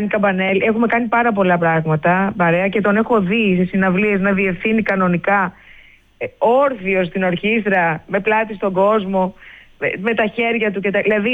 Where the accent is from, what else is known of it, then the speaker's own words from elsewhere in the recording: Ikaria, North Aegean, Greece; Θα πούμε, γιατί έτσι είμαι και εγώ από την Ικαρία, είναι και ο Μανώλης από την Κρήτη.